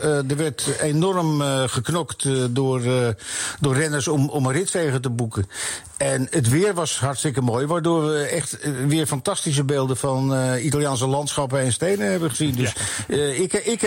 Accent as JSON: {"language": "Dutch", "country": "Netherlands", "said": "als Nederlander"}